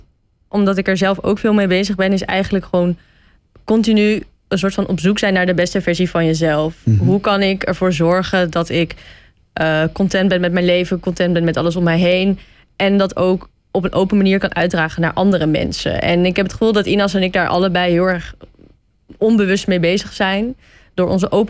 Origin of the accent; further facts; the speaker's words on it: Alkmaar, North Holland, Netherlands; Nou, ik kom eigenlijk uit Alkmaar, dus ik ben eigenlijk geïmporteerd.